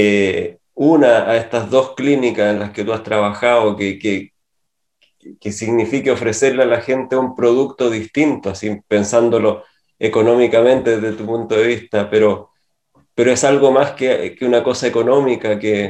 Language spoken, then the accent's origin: Spanish; Chile; ¿Es realmente así? ¿Somos acogedores los chilenos?